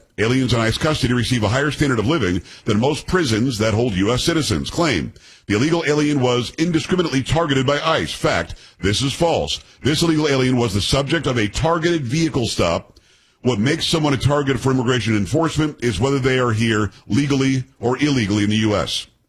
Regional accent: Florida, United States; born or raised there

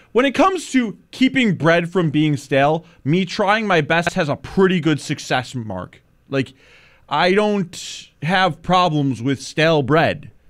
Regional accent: Buffalo, New York, United States; Yes, I know. I'm from Buffalo.

